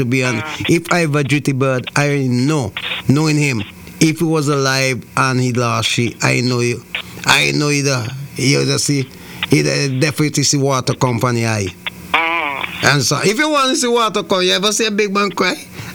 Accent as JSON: {"language": "English", "country": "St. Vincent & Grenadines", "tie": "born or raised there", "moved": "yes", "lives_now": "Antigua and Barbuda", "said": "my hometown, and so on, Saint Vincent"}